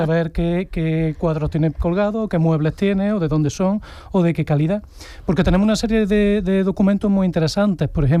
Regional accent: Córdoba, Andalusia, Spain; soy cordobesa

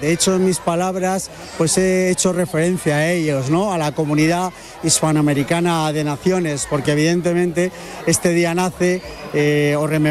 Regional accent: Spain; Cada uno cumpliendo con nuestra labor como españoles.

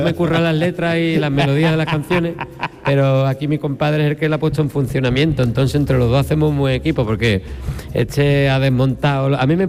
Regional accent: Andalusia, Spain; nosotros, como andaluces que somos

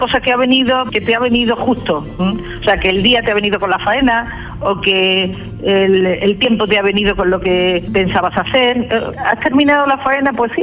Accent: Almáchar, Andalusia, Spain; born or raised there; moved away

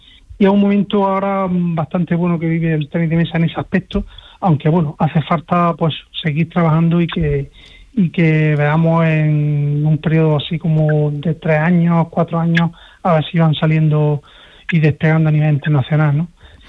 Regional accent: Granada, Andalusia, Spain; lo digo ya como jugador, como granadino

